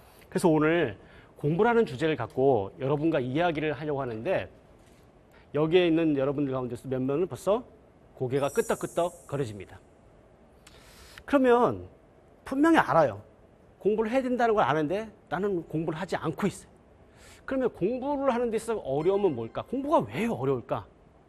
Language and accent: Korean; South Korea; 한국에 제가 2010년에 귀국했는데